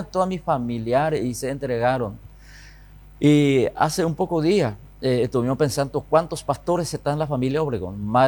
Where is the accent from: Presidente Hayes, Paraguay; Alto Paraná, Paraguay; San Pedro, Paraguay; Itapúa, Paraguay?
San Pedro, Paraguay; San Pedro del Ycuamandiyú; yo soy campesino, soy de San Pedro de Guamanduyú, San Pedro.